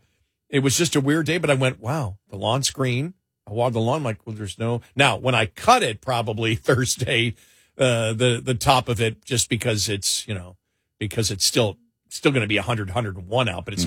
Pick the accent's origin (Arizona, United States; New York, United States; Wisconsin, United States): New York, United States; Buffalo; somebody who grew up in Buffalo